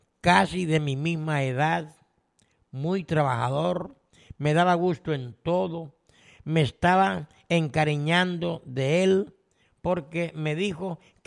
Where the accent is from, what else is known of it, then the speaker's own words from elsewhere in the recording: Buenaventura, Valle del Cauca, Colombia; Soy de aquí, de Buenaventura. Hace 2 años que me fui para Chile.